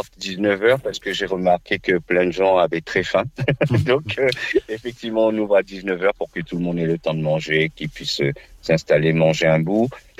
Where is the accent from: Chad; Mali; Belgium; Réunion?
Réunion; first language Réunion Creole; French is a second language; c'est notre langue natale. Et effectivement, l'un de ces messages, on va dire, c'est vrai que on est français, aucun problème, mais on a aussi une autre particularité à nous de parler aussi une autre langue, qui est un mélange de plusieurs langues, le créole réunionnais.